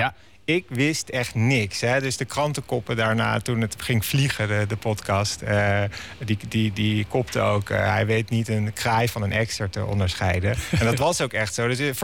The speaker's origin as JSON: {"language": "Dutch", "town": "The Hague", "region": "South Holland", "country": "Netherlands", "tie": "born or raised there", "moved": "as an adult", "lives_now": "Amsterdam, Netherlands", "said": "Ik woon weliswaar samen met Arjan, waar ik de podcast mee maak, in Amsterdam. Maar toch, weet je, zoals je iets bent, ben ik een Hagenaar."}